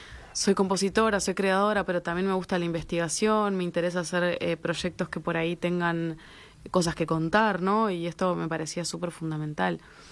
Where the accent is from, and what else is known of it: Uruguay; moved away; also born or lived in Barcelona